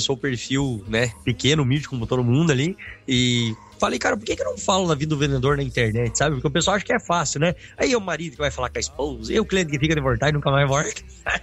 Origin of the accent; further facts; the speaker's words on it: Chapecó, Santa Catarina, Brazil; Eu sou lá de Chapecó.